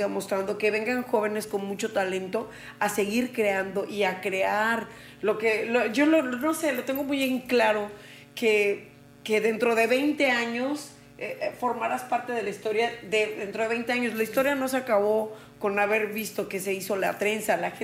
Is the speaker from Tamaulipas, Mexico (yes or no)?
no; Ciudad del Carmen, Campeche, Mexico; esto se está haciendo aquí en mi tierra y yo no estaba enterada.